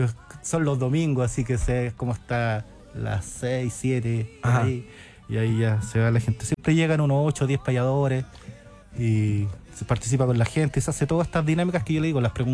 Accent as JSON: {"language": "Spanish", "country": "Chile", "said": "Y que es tan importante todo esto que nos acordamos de que somos chilenos."}